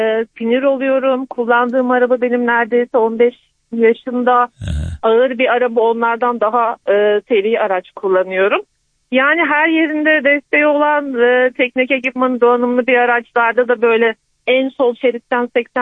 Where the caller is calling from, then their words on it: Ankara, Turkey; ben Ankara'dan.